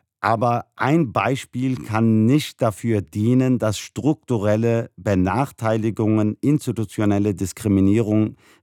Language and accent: German; Germany; egal wo ich auf der Welt bin, wenn ich gefragt werde, wo ich herkomme, sage ich immer, ich bin Deutscher.